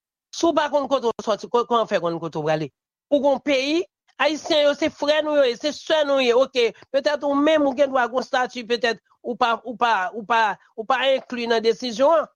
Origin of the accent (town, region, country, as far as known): Haiti